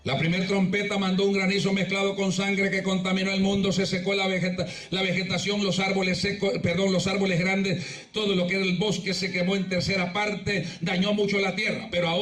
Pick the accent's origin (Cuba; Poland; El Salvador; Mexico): El Salvador; como vamos a decir en buen salvadoreño, ¿con qué agallas?